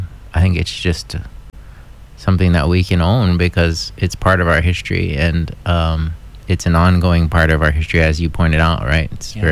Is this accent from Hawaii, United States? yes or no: yes; Hawaii, United States